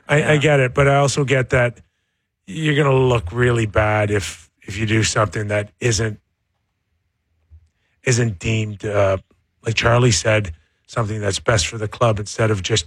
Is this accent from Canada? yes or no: yes; Canada; then I'm Canadian